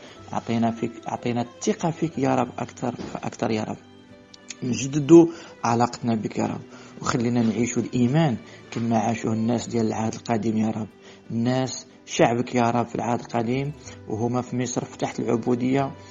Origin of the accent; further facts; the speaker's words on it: Morocco; كنصليو صلاة من أجل بلادنا المغرب